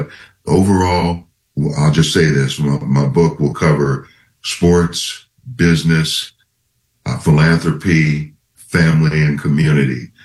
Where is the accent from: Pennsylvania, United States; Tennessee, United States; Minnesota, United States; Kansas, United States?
Minnesota, United States; The Vikings, my hometown, drafted me.